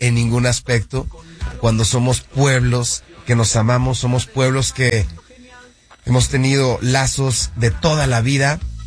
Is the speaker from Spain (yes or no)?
no; Mexico; Y nosotros como mexicanos amamos a los argentinos.